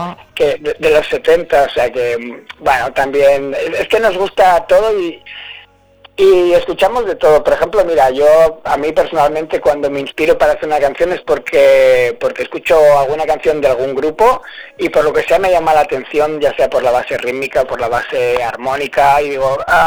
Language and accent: Spanish; Catalonia, Spain; Sí. Además somos de la Costa Brava.